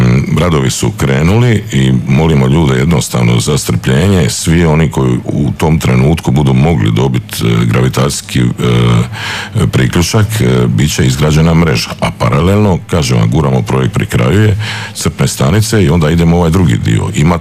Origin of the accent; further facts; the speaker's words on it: Croatia; iz Zagore i znam kako je imati veću gustirnu čatrnju